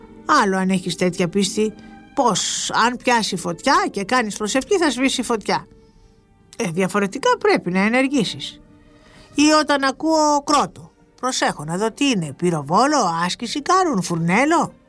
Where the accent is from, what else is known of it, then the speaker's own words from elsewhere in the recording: Pharasa, Kayseri Province, Turkey; Παλιά στην πατρίδα μου στα Φάρασα έλεγαν